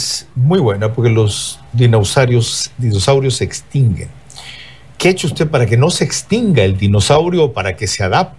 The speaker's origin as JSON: {"language": "Spanish", "town": "Bahía de Caráquez", "region": "Manabí", "country": "Ecuador"}